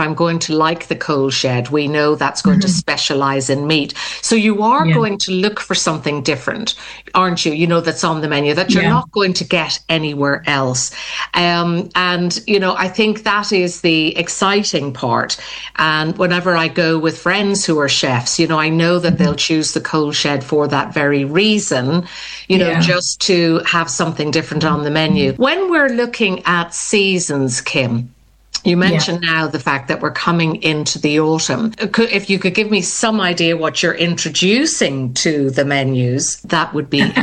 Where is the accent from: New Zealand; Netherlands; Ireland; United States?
Ireland; now in Sussex, United Kingdom; Now, you've probably guessed I'm Irish.